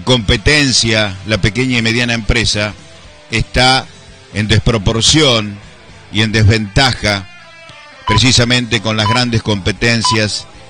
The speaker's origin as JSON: {"language": "Spanish", "country": "Argentina", "said": "nosotros como argentinos decimos"}